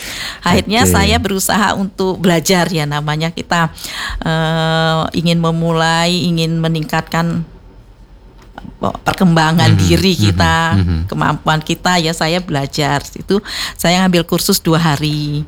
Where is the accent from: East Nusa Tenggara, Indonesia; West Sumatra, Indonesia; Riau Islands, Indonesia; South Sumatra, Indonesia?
South Sumatra, Indonesia; Palembang; now in Semarang, Indonesia; saya orang Palembang ya Mas ya, pendatang ke sini ya